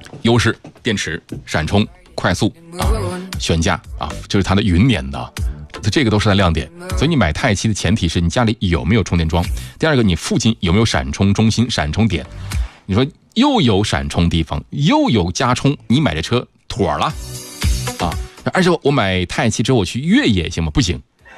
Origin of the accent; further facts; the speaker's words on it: Hubei, China; 在我们湖北，尤其在宜昌，包括整个鄂西北啊